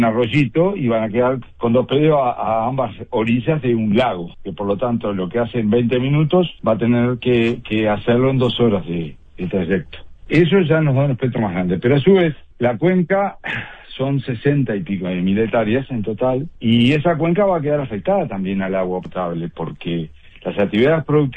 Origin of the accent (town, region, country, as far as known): Uruguay